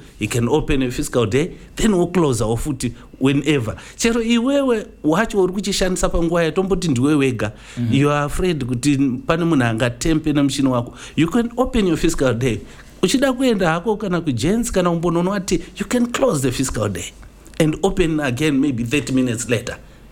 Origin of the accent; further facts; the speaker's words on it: Masvingo, Zimbabwe; I'm excited to be here today to join the team in Zishawane. I'm basically from Masingo.